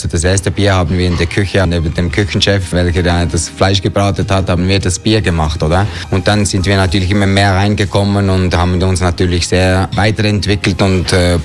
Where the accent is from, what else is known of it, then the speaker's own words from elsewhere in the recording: Biel, Bern, Switzerland; Also ursprünglich komme ich auch aus Biel, eine Stadt ungefähr 30 Kilometer nördlich von Bern. Bin da aufgewachsen. Meine Mutter kommt aber aus dem Wallis, aus Komotana.